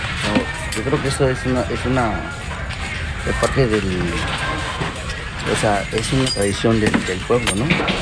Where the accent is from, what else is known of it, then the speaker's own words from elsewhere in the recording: Tabasco, Mexico; now in Cancún, Mexico; Yo soy de Tabasco, pero radico en Cancún.